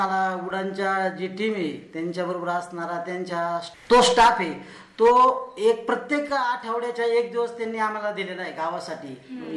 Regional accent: Karandi, Maharashtra, India; आमच्या करंदी ग्रामस्थांना

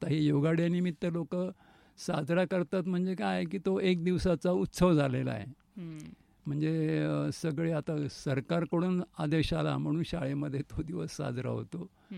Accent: Ahmednagar, Maharashtra, India; मी नगरचाच आहे. जन्म नगरमध्येच झाला. शिक्षण सगळं नगरमध्येच झालं. आणि 4-5 वर्ष सोडली तर बाकी सगळी नोकरीसुद्धा नगरमध्येच केली. जिल्हा परिषदमध्ये होतो मी.

